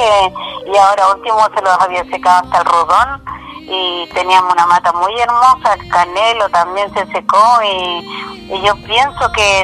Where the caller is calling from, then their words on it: Hualpén, Biobío, Chile; Yo le hablo de acá, estoy viviendo con mi hija y mi yerno acá en Hualpén, acá en Concepción